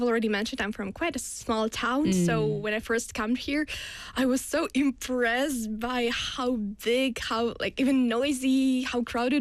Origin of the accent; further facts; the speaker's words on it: Russia; now in South Korea; And actually, in my hometown, Russia is really spacious, because there's a lot of space and a very little amount of people.